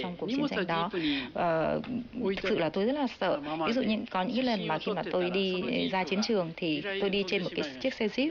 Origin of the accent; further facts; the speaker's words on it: Okinawa, Japan; Vietnamese is a second language; thấy là cố đô Huế có một cái gì rất là giống với thành Surijo, tức là một cái thành của ở Okinawa quê hương tôi.